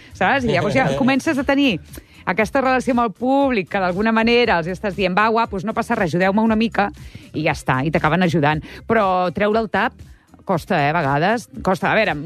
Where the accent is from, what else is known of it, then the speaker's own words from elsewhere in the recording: Premià de Mar, Catalonia, Spain; L'última Premià de Mar a casa meva, al meu poble.